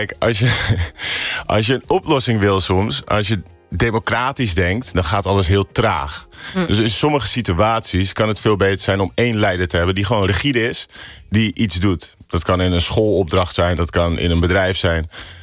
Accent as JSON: {"language": "Dutch", "town": "Alkmaar", "region": "North Holland", "country": "Netherlands", "tie": "born or raised there", "said": "Ik ben geboren in Alkmaar, Kaasstadje. In de Bloemwijk, waar ook de sloot zit. Echt wel heel leuk om op te groeien."}